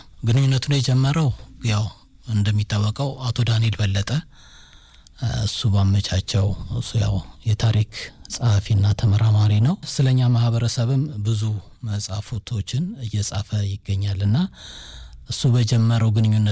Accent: Kechene, Addis Ababa, Ethiopia; ቀጨኔ ከሚኖረው እኔ አሁን ቀጨኔ ነው ተወልጄ ያደኩት።

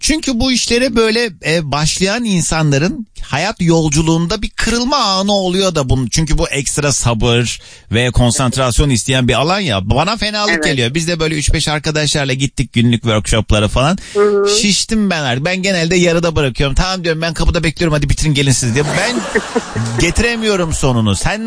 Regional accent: Kars, Turkey; Ya yerim Anadolu, ben Karslıyım Çiğdem, yemem.

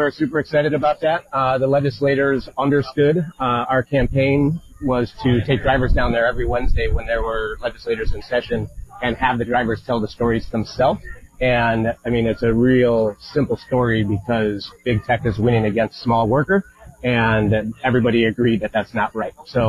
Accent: Mount Prospect, Illinois, United States; So I grew up in Mount Prospect, and I've been living in the west suburbs for the past 20 years.

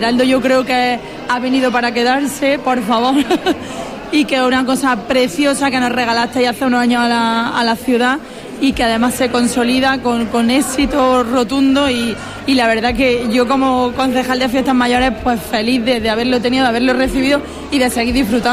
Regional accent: Granada, Andalusia, Spain; para mí es un orgullo como granadina

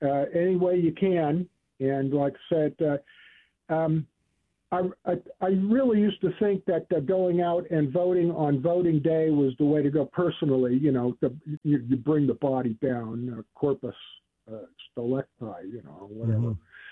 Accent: California, United States; moved away; I am an import to Arkansas. I come from California, thank you. I left it 20 years ago because I just really couldn't stand the politics anymore

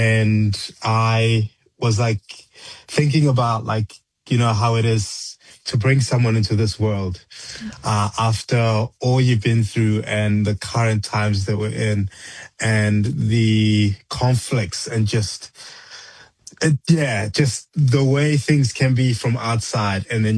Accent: South Africa; born or raised there

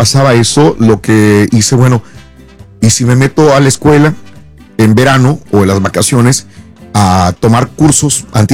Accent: Mexico; hablo de México porque soy de México, siento que en México la gente ahora últimamente sí toman más vacaciones que antes

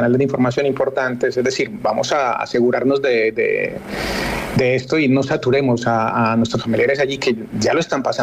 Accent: Colombia; now in Murcia, Spain; Somos muchos colombianos residentes en la región de Murcia

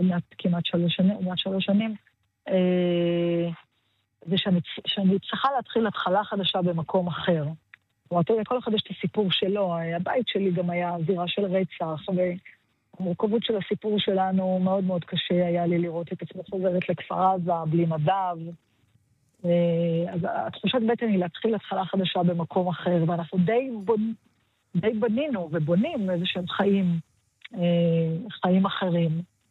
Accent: Southern District, Israel; הדרום והעוטף שם נולדתי, גדלתי, כאן במשפחה, זה הכל היה ברור

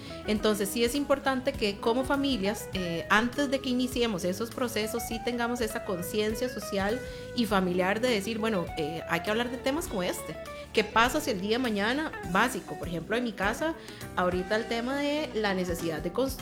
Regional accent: Costa Rica; nosotros como sociedad costarricense

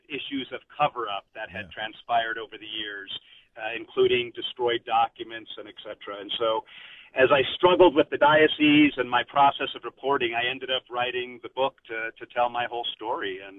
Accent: Utah, United States; also born or lived in Southern California; I was born in Southern California, but we moved to Utah when I was very young. And so as a devout Catholic family, we were a bit of a minority in Utah.

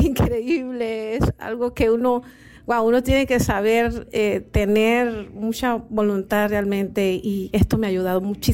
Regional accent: Alanje, Chiriquí, Panama

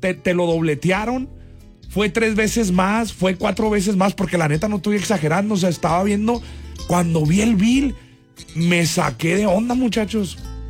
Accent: Mexico; Uno como mexicano, como que las malas cosas las tienes que hacer como broma para que no duela tanto.

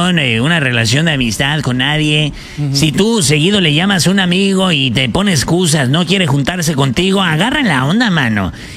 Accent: Ciudad Obregón, Sonora, Mexico; also born or lived in Mexico City; Pues de Obregón, Sonora, mano. De ahí somos. Viví varios años en Ciudad de México, pero soy nacido en Obregón, Sonora.

